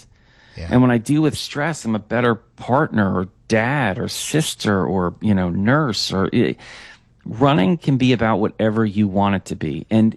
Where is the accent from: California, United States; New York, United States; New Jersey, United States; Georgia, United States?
New Jersey, United States; I grew up in New Jersey, so there's a really rich track and field cross-country heritage there. Obviously, we're right near Philly